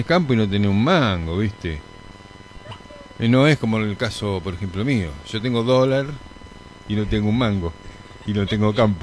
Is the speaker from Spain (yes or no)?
no; Argentina; somos argentinos.